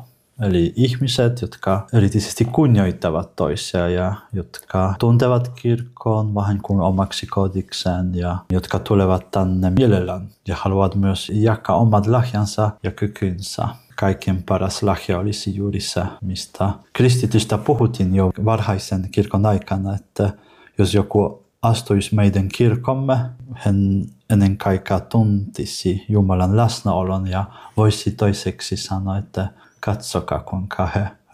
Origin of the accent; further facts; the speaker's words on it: Poland; Finnish is a second language; moved away as an adult; now in Finland; No, Puola oli katolinen, kun mä lähtin sillä 14 vuotta sitten. Mä kotoisin pienestä kylästä, jossa on vain noin 1000 asukasta ja kaikki ovat katolilaisia.